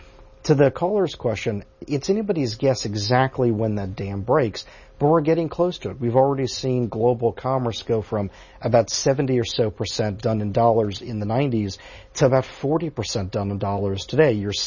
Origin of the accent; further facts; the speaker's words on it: Orlando, Florida, United States; Yeah, first of all, I'm from Orlando, so I always appreciate a caller from there as well.